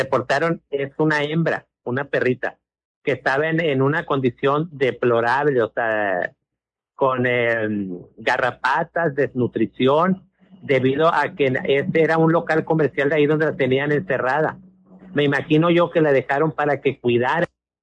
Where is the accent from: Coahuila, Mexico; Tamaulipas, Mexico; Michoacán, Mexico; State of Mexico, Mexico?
Coahuila, Mexico; Agujita; somos aquí de Agujita. Le digo